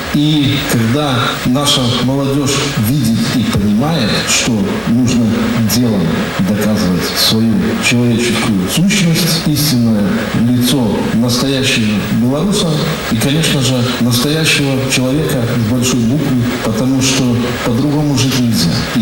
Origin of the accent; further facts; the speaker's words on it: Belarus; И мы, настоящие истинные белорусы